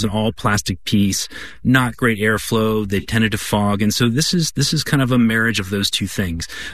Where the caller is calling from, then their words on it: Arlington, Virginia, United States; Hello, Guy and Chris. … I'm calling in from Arlington, Virginia.